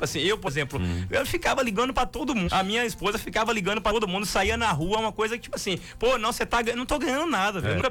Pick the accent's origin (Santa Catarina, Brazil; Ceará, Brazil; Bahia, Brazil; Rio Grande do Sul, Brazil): Bahia, Brazil; Salvador; moved away; não sou aqui de Sá, sou de Salvador, mas eu fui abraçado aqui, eu conheci Jesus aqui, né, desatou muitas coisas na minha vida aqui, eu casei, conheci minha esposa, meus filhos nasceram aqui